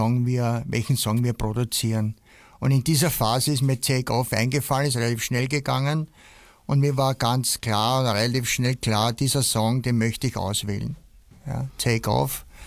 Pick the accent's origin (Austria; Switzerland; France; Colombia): Austria; Mistelbach, Lower Austria; moved away; also born or lived in Vienna; Aufgewachsen bin ich im Weinviertel, ich weiß nicht, ob du das kennst, ja. Im schönen Weinviertel in Mistelbach. Und dann hat es mich nach Wien gezogen, in die Großstadt, Schule, Studium. Und vor 3 Jahren bin ich wieder nach Mistelbach zurückgezogen.